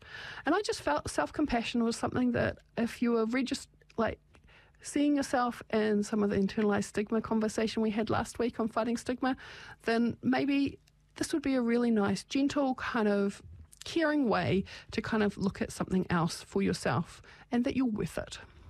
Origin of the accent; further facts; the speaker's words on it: Australia; being Australian